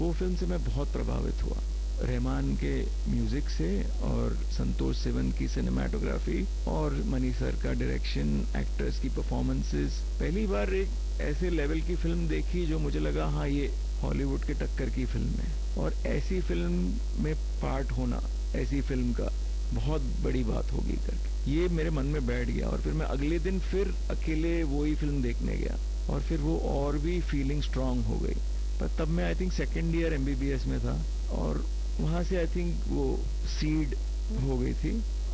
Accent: Mumbai, Maharashtra, India; नहीं, मैं बम्बई का ही हूँ, यहाँ की पैदाइश है

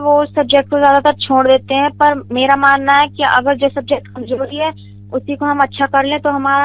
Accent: Mirganj, Uttar Pradesh, India; मैं मोहल्ला अफसरिया मीरगंज से

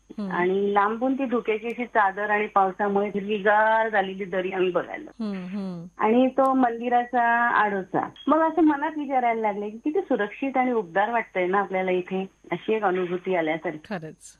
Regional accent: Nandurbar, Maharashtra, India; born there; मी तशी धुळे जिल्ह्यातली, नंदुरबार गाव माझं, आणि आता ते नंदुरबार जिल्हा झालाय

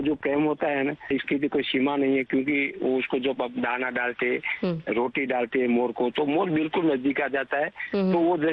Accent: Der, Gujarat, India; now in Ahmedabad, India; मेरा गाँव डेर है, तहसील जिला पाटन, वहाँ गौरैया बहुत है, अहमदाबाद में कम है।

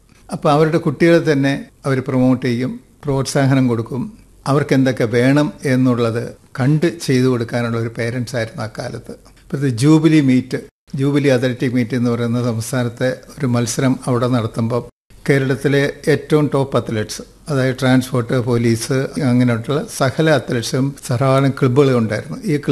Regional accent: Pala, Kerala, India; ഞാൻ ജനിച്ചു വളർന്നത് പാലായിലാണ്. കായിക മേഖലയ്ക്കും കാർഷിക മേഖലയ്ക്കും ഏറ്റവും വലിയൊരു സംസ്കാരം ഉള്ള ഒരു പ്രദേശം

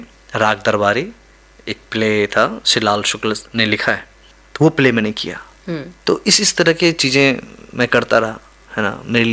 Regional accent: Bihar, India; moved away; चूंकि मैं बिहार से हूँ तो मेरे यहाँ छठ, दिवाली, दशहरा ये सब बहुत धूमधाम से होता है।

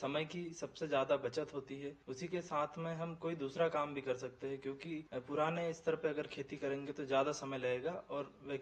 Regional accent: Ranipur, Madhya Pradesh, India; मेरा गांव ग्राम रानीपुर पड़ता है और तहसील घोरा डूंगरी पड़ती है, वहीं पास में मेरा गांव हीरावाड़ी है।

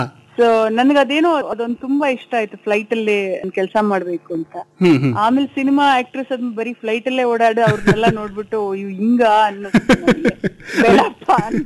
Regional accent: Karnataka, India; ಯಾಕಂದ್ರೆ ನಾನು ಕರ್ನಾಟಕದವಳು ಇರೋದ್ರಿಂದ ನನ್ಗೆ ಇಲ್ಲಿ ಹೆಸರು ಮಾಡ್ಬೇಕು ಅನ್ನೋ ಆಸಕ್ತ

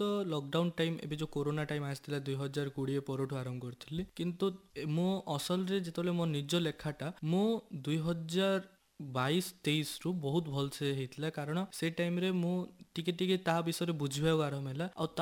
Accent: Odisha, India; ଆମେ ଓଡ଼ିଆ କହିବା ମାଧ୍ୟମରେ ସେ ମଧ୍ୟରେ ଆମେ ଲାଜ କରୁଛୁ ଦୁନିଆ ସାମ୍ନାରେ।

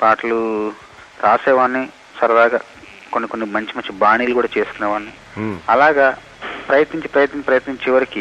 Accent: Challagari, Telangana, India; నేను వరంగల్ జిల్లాలోని చిట్యాల మండలం చల్లగరి గ్రామంలో పుట్టానండి. మా సొంతూరు చల్లగరిగా.

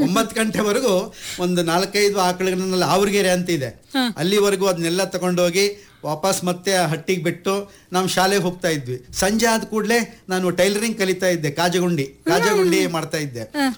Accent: Karnataka, India; ನಮ್ಮ ಹಳ್ಳಿಯ ಊರಿನ ಪಕ್ಕದಲ್ಲಿ ಬ್ರಹ್ಮಾವರ ಭಾರ್ಕೂರ್ ಅಂತ ಇದೆ.

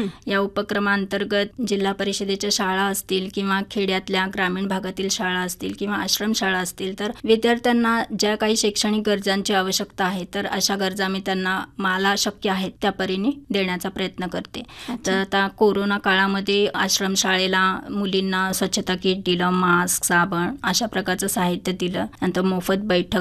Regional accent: Pandharpur, Maharashtra, India; moved away; आता मी मूळची पंढरपूरची आहे

